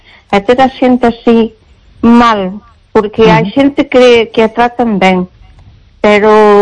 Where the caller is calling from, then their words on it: Malpica, Galicia, Spain; De Malpica.